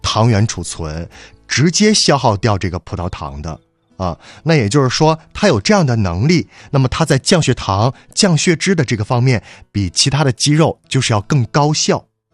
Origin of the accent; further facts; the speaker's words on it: Northeast China, China; accent: Northeastern dialect; 咱东北方言吧，就是大差不差吧啊